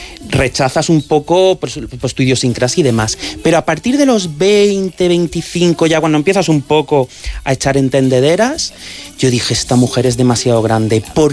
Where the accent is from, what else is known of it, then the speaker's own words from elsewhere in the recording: Andalusia, Spain; porque yo soy andaluz, sí, o sea que él llevaba como muy en la sangre esto del folclore